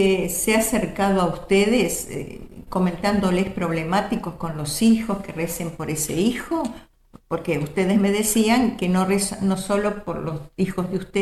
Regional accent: La Plata, Buenos Aires Province, Argentina; puede ser que yo viaje, soy de La Plata, viaje a Capital

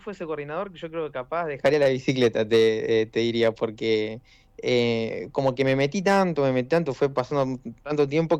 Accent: City Bell, Buenos Aires Province, Argentina; Yo soy de Citibel, arranqué a pedalear después por Citibel

